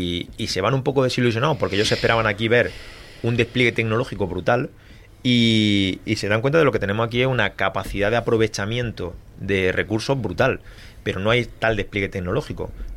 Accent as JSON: {"language": "Spanish", "town": "Adra", "region": "Andalusia", "country": "Spain", "said": "Yo soy de Adra y yo sigo teniendo invernadero plano."}